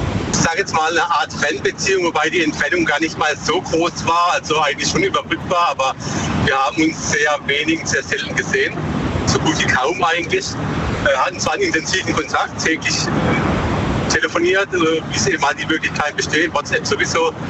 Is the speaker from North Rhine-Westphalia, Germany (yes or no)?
no; Bruchsal, Baden-Württemberg, Germany; Aus der Nähe von Bruchsal.